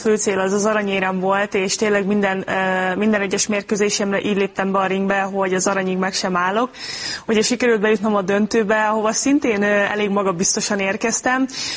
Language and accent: Hungarian; Kőszeg, Vas, Hungary; now in Budapest, Hungary; például Kőszegen, a kis városban, ahonnan jöttem